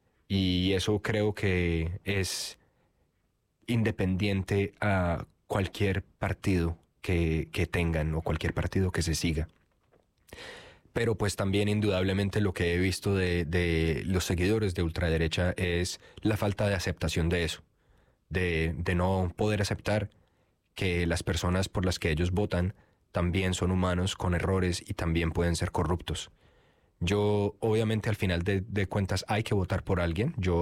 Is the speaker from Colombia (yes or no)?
yes; Colombia; yo soy colombiano, obviamente algunas personas que son buenas con el acento me oirán